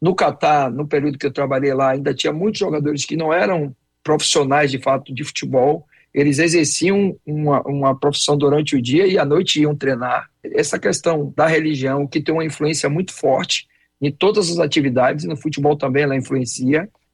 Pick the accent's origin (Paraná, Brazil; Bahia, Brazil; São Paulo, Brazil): Bahia, Brazil; Salvador; nesse momento eu estou em Salvador, né? Que é a minha cidade natal, é a minha base, né? Quando eu estou sem clube, sem trabalhar, geralmente eu fico em Salvador, próximo aqui à minha família.